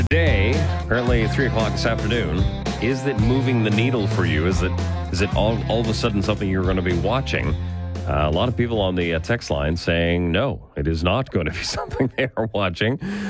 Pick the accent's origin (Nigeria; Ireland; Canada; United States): Canada; … says, go Canada, because I'm Canadian.